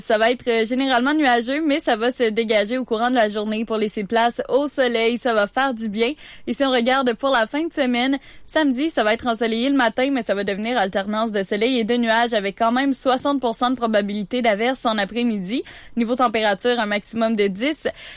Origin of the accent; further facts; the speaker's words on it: Sainte-Angèle-de-Mérici, Quebec, Canada; Je viens de Saint-Angèle, de Mérissy, et moi, en fin de semaine, je vais profiter du beau et mauvais temps à l'extérieur.